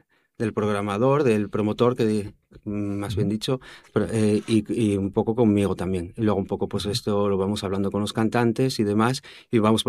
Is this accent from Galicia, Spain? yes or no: no; Oviedo, Asturias, Spain